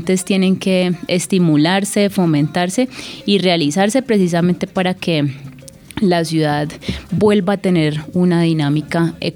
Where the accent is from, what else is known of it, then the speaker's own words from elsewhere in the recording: Cali, Valle del Cauca, Colombia; como buena caleña, amo mi ciudad, creo que soy una mujer muy afortunada por haber nacido en Cali